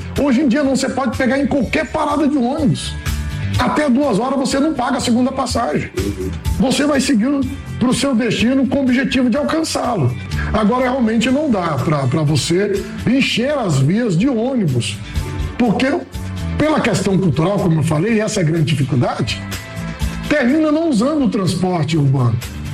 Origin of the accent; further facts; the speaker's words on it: Brasília, Federal District, Brazil; Eu estou em Brasília há 60 anos. Eu nasci, cresci em Brasília e estou tendo o prazer de administrar Águas Claras.